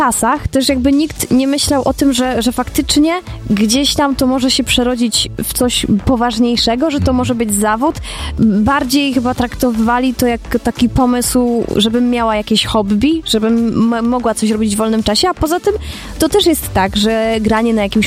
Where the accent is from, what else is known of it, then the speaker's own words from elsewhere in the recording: Piekary Śląskie, Silesian Voivodeship, Poland; also born or lived in Germany; Tak, to jest moje rodzinne miasto.